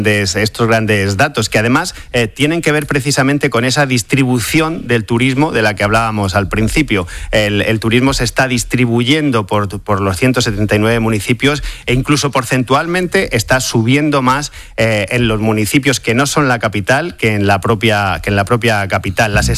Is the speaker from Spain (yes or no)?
yes; Murcia, Region of Murcia, Spain; now in Madrid, Spain; yo soy de Murcia y por supuesto me siento un madrileño de Murcia y lo llevo muy a gala